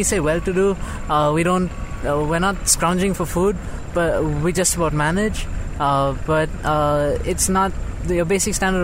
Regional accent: South India, India; Okay, depends on which state you're coming from, but I come from South India. South India is a lot more peaceful.

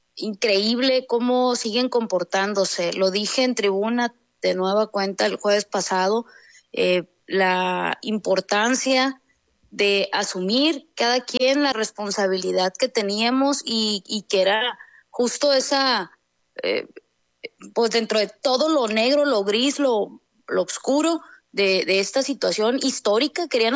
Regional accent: Sinaloa, Mexico

